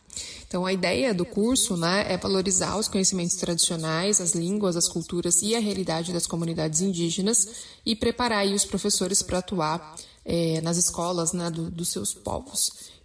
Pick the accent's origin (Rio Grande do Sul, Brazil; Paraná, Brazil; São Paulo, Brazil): São Paulo, Brazil; now in Cacoal, Brazil; eu sou de São Paulo